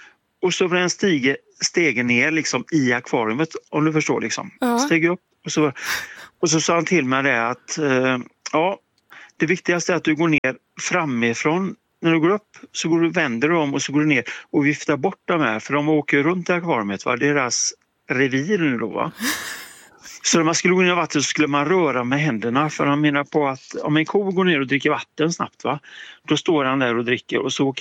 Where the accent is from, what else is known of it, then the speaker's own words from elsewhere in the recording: Gothenburg, Västra Götaland County, Sweden; now in Hammarö, Sweden; Alltså, jag bor på Hammarö men jag är göteborgare.